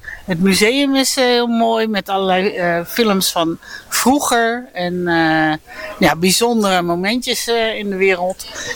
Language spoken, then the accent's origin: Dutch; Maarssen, Utrecht, Netherlands